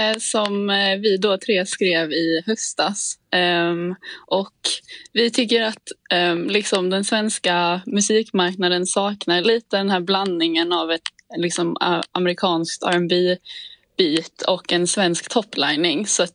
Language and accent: Swedish; Skåne, Sweden; Jag kommer ju dock inte från Blekinge tyvärr. Jag kommer ju från Skåne.